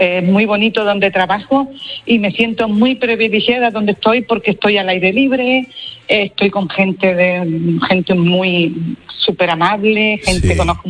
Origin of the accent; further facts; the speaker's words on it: Tarifa, Andalusia, Spain; yo soy andaluza, yo estoy aquí, vine aquí buscando trabajo y ya me quedé aquí.